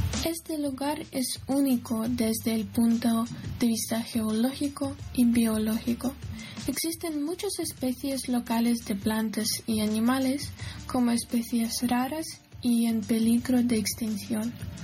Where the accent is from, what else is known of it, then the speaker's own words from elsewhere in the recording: Kirovohrad Oblast, Ukraine; región de Kirovograd, en tales pueblos como Zlinka y Kamenimist, de ahí que me gustaría contaros sobre mi tierra natal.